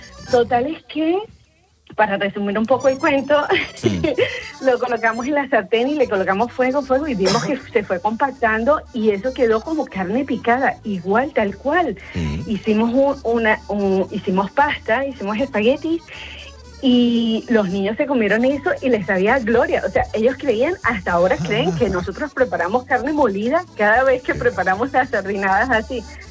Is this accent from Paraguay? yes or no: no; Venezuela; Pues soy de Venezuela, vivíamos más o menos en la crisis de 2015 y habíamos ido a la playa porque vivíamos en Margarita.